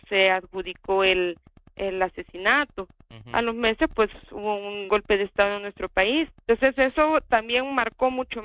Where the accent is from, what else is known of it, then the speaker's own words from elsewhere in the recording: El Salvador; Soy del Salvador. ¿Verdad? Y mi trasfondo familiar creo que es igual al de muchas personas. Yo soy la tercera de 5 hermanos. Crecí en un hogar muy, muy religioso, ¿verdad?